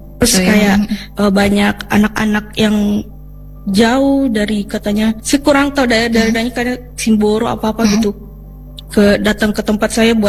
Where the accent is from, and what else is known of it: Makassar, South Sulawesi, Indonesia; now in Mamuju, Indonesia